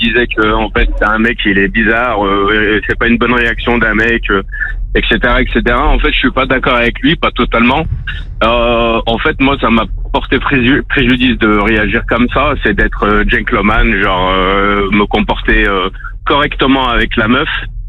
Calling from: Lyon, Auvergne-Rhône-Alpes, France; je suis à Lyon

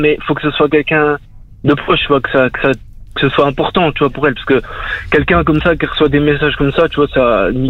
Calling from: Bourgogne-Franche-Comté, France; Je suis à Guyenveyne

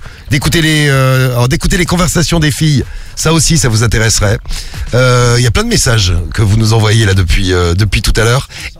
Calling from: Marseille, Provence-Alpes-Côte d'Azur, France; Un bonjour … de Marseille.

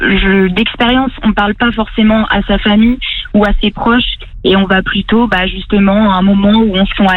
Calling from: Vannes, Brittany, France; j'habite à Vannes et je travaille en tant qu'éducatrice dans la protection de l'enfance depuis 2022 et en ce moment je suis sur Lorient.

